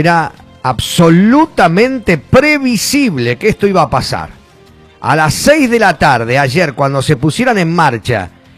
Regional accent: Argentina

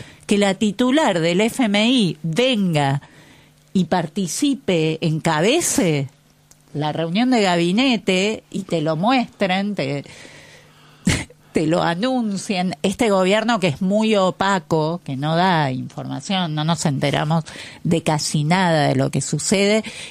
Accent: Argentina; lo que significa eso para nosotros como argentinos y para la Argentina como democracia.

